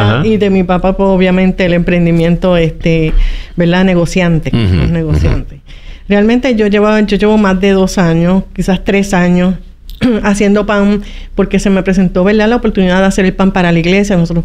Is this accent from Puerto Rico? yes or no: yes; Sabana Grande, Puerto Rico; also born or lived in Mayagüez; Soy mayagüezana de nacimiento, pero toda mi vida me crié en Sabana Grande.